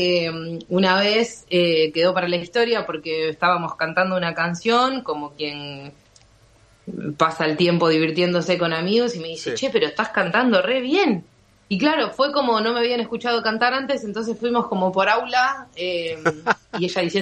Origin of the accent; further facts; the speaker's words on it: Lanús, Buenos Aires Province, Argentina; De Lanús, de Buenos Aires.